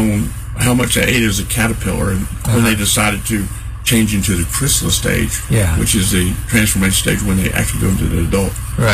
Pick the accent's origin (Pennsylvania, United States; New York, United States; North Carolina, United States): North Carolina, United States; Grew up in Ohio, I grew up in North Carolina.